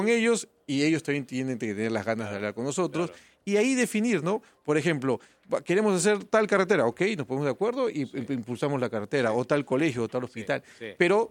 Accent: Puerto Maldonado, Madre de Dios, Peru; Yo soy de Madre de Dios

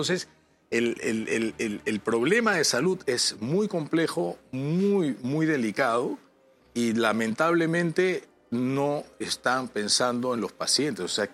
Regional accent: Peru; pues, y somos peruanos, ¿no? Cuando hay fútbol y la selección peruana juega, todos nos ponemos una camiseta, ¿no?

